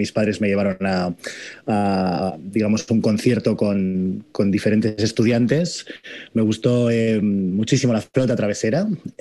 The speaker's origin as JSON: {"language": "Spanish", "town": "Bilbao", "region": "Basque Country", "country": "Spain", "said": "Yo soy de Bilbao, del País Vasco"}